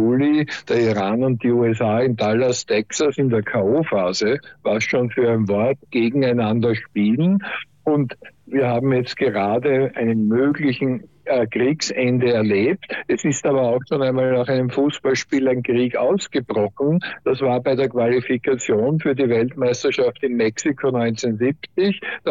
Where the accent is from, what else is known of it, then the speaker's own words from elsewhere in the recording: Austria; für mich als Österreicher